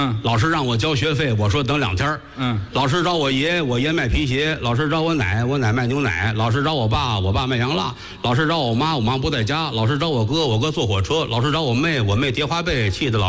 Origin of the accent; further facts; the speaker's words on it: Tianjin, China; 我在天津长大